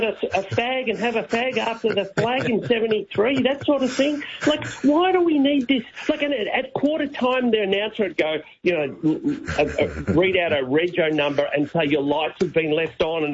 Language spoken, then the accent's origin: English; Australia; to me, as an Australian, would seem sort of wrong.